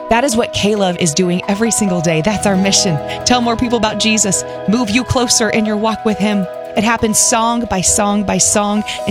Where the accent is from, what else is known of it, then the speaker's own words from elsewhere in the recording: Wichita, Kansas, United States; Ralph in Wichita, Kansas, hey. My hometown, Wichita.